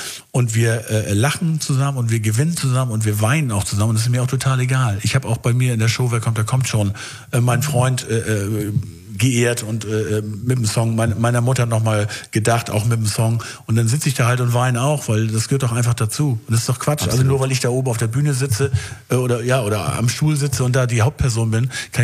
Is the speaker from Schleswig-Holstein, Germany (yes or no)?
yes; Schleswig, Schleswig-Holstein, Germany; Also in Schleswig, ich komme ja aus Schleswig, bin geborener Schleswiger.